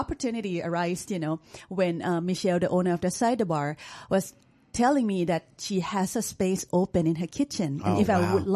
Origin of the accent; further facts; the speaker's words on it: Hat Yai, Songkhla, Thailand; moved away as an adult; also born or lived in Bangkok / Los Angeles; now in Humboldt County, United States; So I was born and raised in Hat Yai, which is the southern part of Thailand.